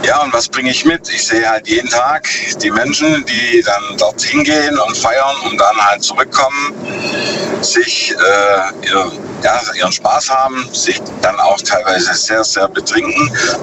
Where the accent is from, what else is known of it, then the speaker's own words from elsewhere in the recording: Lenningen, Baden-Württemberg, Germany; Ich bin aus Lenningen.